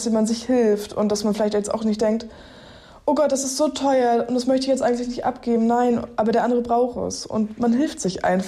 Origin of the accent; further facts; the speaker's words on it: Demmin, Mecklenburg-Vorpommern, Germany; ich fühle mich nicht mehr als Ostdeutsch oder als irgendwie Westdeutsch. Ich fühle mich einfach, ja … ich komme aus Demmin.